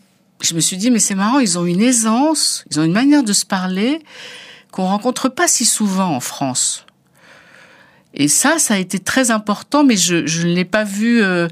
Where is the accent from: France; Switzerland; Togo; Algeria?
Algeria; born there; first language Arabic; French is a second language; Je suis née en Algérie, je parle arabe, c'est ma langue maternelle, etc.